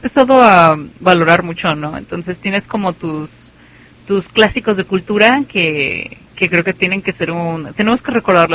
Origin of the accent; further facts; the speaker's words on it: Guadalajara, Jalisco, Mexico; now in Fresno, United States; somos de Guadalajara